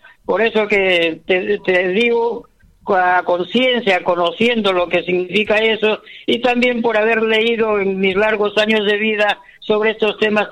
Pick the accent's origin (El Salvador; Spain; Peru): Peru